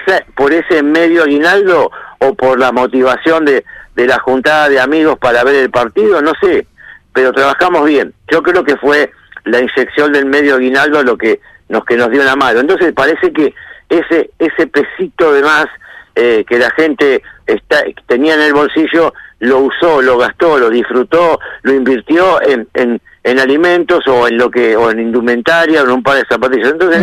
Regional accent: Argentina; como argentino nunca dejamos de ser optimistas

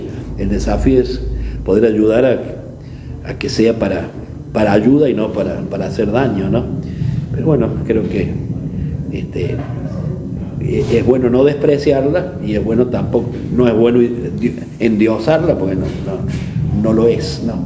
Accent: Argentina

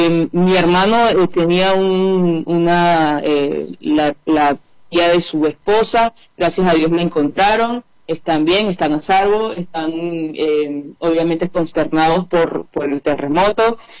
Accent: Venezuela; now in Argentina; nosotros, como venezolanos fuera de nuestro país

